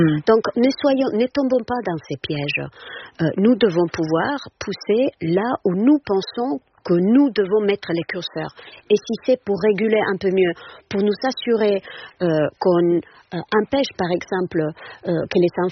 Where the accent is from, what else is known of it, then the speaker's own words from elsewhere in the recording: Spain; French is a second language; il y a plus ici en France, il y a plus chez moi en Espagne.